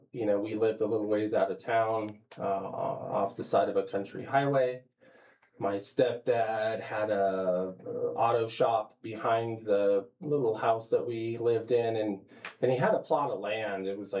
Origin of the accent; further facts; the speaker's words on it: Sonora, California, United States; I was born in January 1975 in Sonora, California, on a very cold winter night. So Sonora is in Tuolumne County. It's kind of the foothills of the Sierra Nevadas. It's not real far from like Yosemite